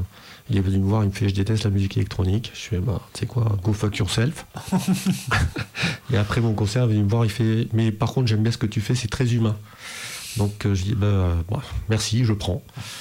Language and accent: French; France; je suis français